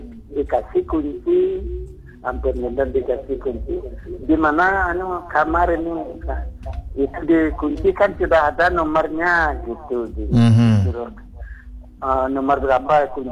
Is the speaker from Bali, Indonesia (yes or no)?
yes; Bali, Indonesia; saya dah tahu saya orang Bali